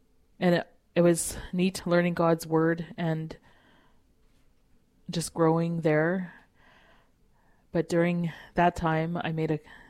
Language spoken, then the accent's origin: English; Kikino, Alberta, Canada; I come from Kikino Métis Settlement here. It's in Alberta. I grew up here in Kikino with my parents and two brothers and three sisters.